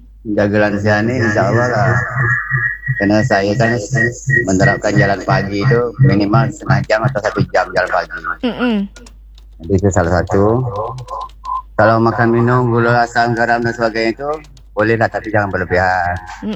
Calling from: Riau Islands, Indonesia; Kami di 11 RW 06, Kelurahan Penelepok, Kecamatan Bintan Umur, Kabupaten Bintan

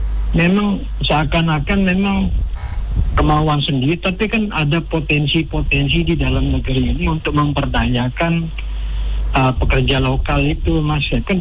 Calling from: Mataram, West Nusa Tenggara, Indonesia

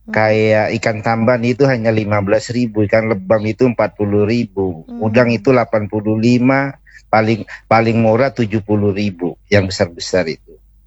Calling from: Kijang, Riau Islands, Indonesia; saya orang Kijang

